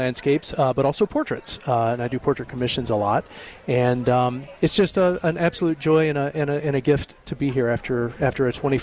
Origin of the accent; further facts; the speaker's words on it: Texas, United States; also born or lived in Los Angeles / Chicago; So I'm originally from Texas.